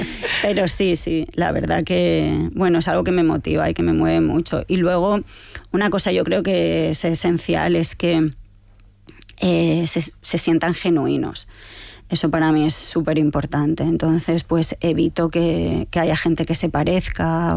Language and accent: Spanish; Spain